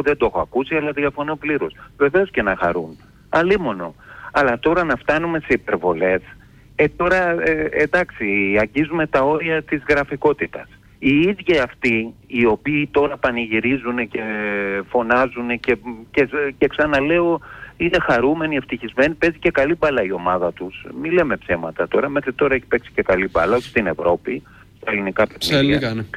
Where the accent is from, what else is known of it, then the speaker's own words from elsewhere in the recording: Piraeus, Attica, Greece; από το Πασαλιμάνι.